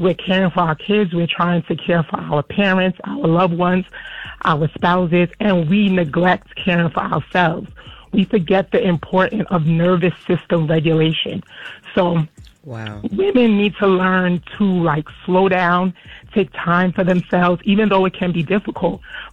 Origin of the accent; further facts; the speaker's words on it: New York, United States; now in Burlington, United States; I'm in Burlington. I'm from New York, but I'm in Burlington.